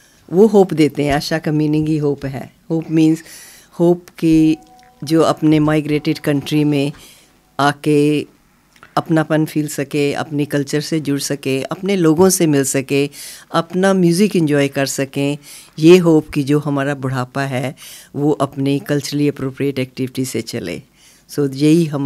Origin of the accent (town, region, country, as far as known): Chandigarh, India; now in Sydney, Australia